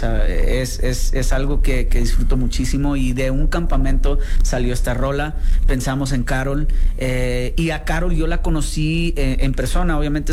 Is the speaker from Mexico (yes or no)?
yes; northern border, Mexico; soy de frontera